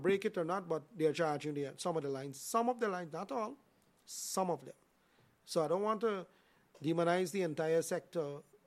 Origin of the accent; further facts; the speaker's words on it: Vreed en Hoop, Essequibo Islands-West Demerara, Guyana; I born and raised in Vidinoop.